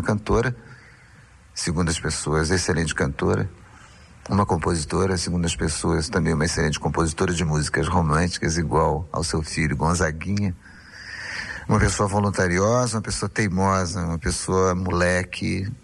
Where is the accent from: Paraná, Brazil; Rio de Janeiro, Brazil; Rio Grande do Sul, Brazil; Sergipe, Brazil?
Rio de Janeiro, Brazil; born there; also born or lived in Paty do Alferes; nós saímos do Morro de São Carlos, fomos morar na Praça da Bandeira. Na Praça da Bandeira, nós enfrentamos as enchentes. Uma vez eu fiquei com uma enchente até a canela. Aí nós fomos morar no Rio Comprido.